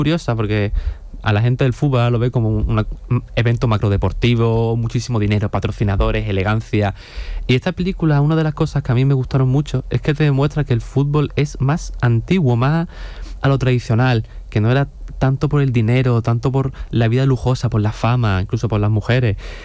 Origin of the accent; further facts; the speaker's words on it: Jerez de la Frontera, Andalusia, Spain; Yo soy de Jerez, no soy de Houston